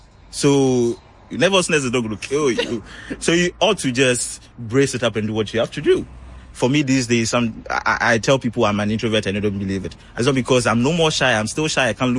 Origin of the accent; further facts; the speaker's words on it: Volta, Ghana; now in Accra, Ghana; I'm from the Volta region of Ghana, and I've been in Accra since 2015.